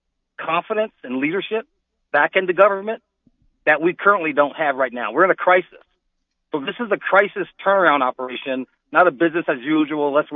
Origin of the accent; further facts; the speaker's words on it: New York, United States; Second, look, I grew up in the projects of Harlem, New York.